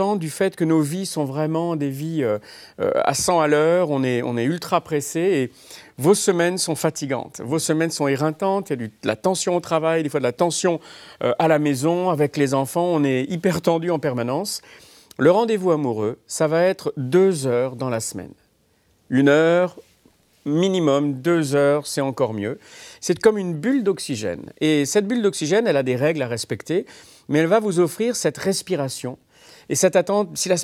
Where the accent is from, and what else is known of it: France